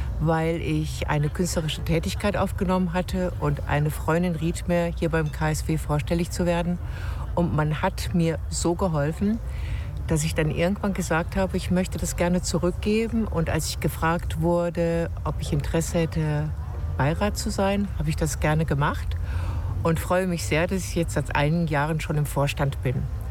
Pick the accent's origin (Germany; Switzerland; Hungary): Germany; Essen, North Rhine-Westphalia; moved away; also born or lived in Munich; Ich komme aus Essen, habe aber lange in München gelebt